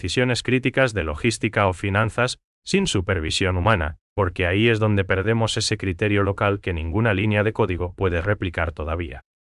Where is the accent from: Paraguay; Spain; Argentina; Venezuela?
Paraguay; el trato cercano que nos identifica como paraguayos